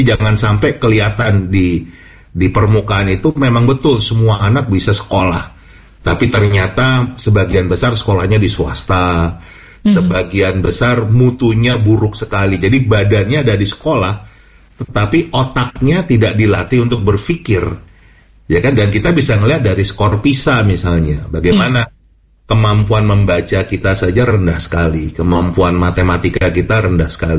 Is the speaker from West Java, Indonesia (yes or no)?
yes; West Java, Indonesia; saya juga warga Provinsi Jawa Barat nih